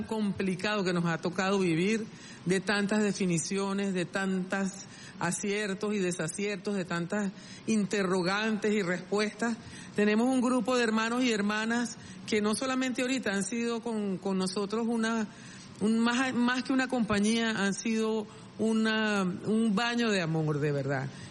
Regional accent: Venezuela; el dolor de que hemos vivido como venezolanos y venezolanas después del doble terremoto del 24 de junio

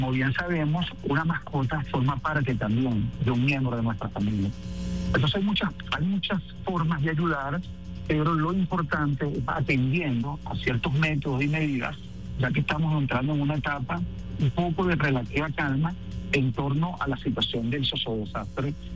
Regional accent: Venezuela; ese abrazo como una sola familia, como somos los venezolanos.

